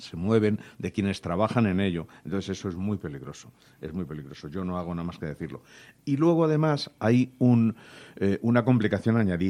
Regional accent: Madrid, Community of Madrid, Spain; no soy de Alcobendas, soy de Fuencarral, pero estoy muy vinculado a Alcobendas desde que tenía 2 años.

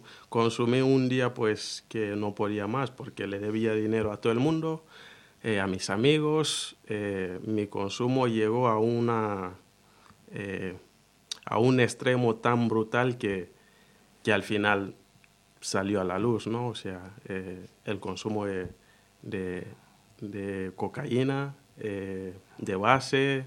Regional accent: Guinea; O sea, yo en mi país consumí alcohol y la marihuana.

